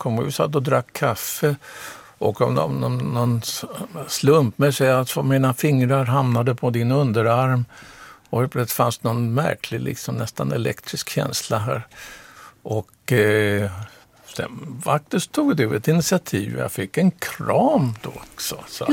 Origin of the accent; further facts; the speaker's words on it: Stockholm, Stockholm County, Sweden; jag är nämligen uppvuxen på Fredrikshovsgatan, för pappa var präst i Oskarskyrkan 19 år